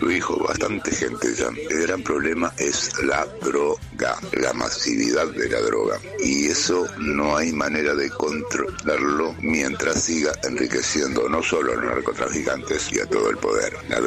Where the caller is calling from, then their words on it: Buenos Aires, Argentina; de Puerto Madero.